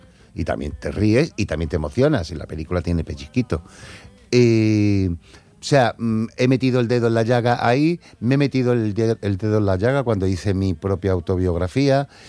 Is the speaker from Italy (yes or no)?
no; Cádiz, Andalusia, Spain; Entonces yo quise recordarle a Cádiz que yo seguía siendo gaditano, que yo seguía llevando a Cádiz en el corazón